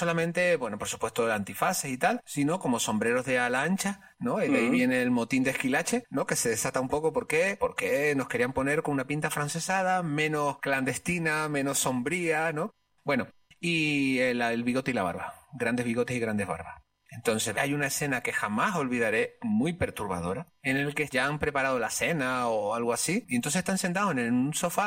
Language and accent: Spanish; La Palma, Canary Islands, Spain